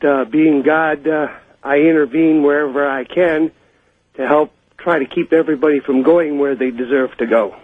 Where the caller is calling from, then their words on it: Avon Lake, Ohio, United States; I am in Avon Lake, Ohio.